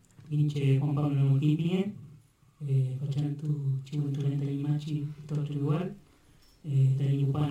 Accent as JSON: {"language": "Spanish", "town": "San Juan de la Costa", "region": "Los Lagos", "country": "Chile", "said": "también vengo de San Juan de la Costa, de Osorno"}